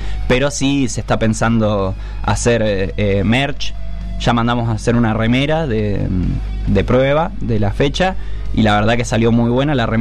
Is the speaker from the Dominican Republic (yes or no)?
no; Plottier, Neuquén, Argentina; como yo soy de Plotier